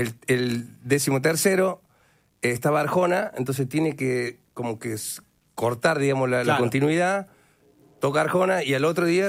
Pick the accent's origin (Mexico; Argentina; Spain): Argentina; Córdoba; como cordobés solista y cuartetero, yo no quiero superarlo.